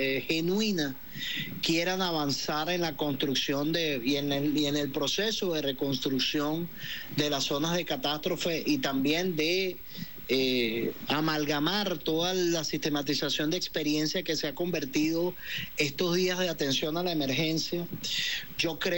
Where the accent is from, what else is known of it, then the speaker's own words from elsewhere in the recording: Venezuela; nosotros tenemos que sentirnos orgullosos de ser venezolanos